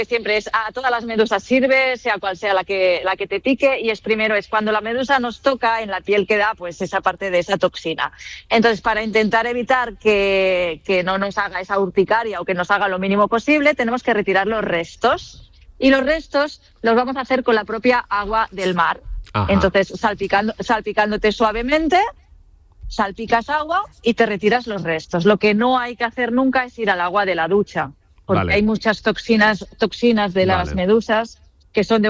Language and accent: Spanish; Catalonia, Spain; que soy de cerca de Barcelona